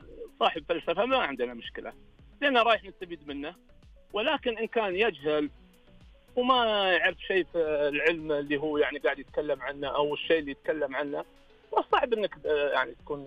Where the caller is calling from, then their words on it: Khobar, Eastern Province, Saudi Arabia; اكلمك ابوي من الشرقيه الخبر.